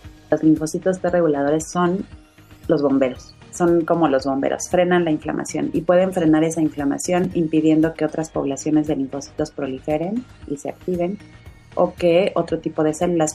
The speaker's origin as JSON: {"language": "Spanish", "country": "Mexico", "said": "Estamos en ese 5%, siendo mexicanos, trabajando desde aquí"}